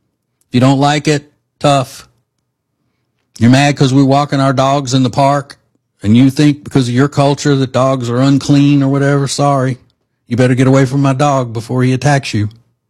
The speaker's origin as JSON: {"language": "English", "town": "Charlotte", "region": "North Carolina", "country": "United States", "said": "I am from Charlotte, North Carolina."}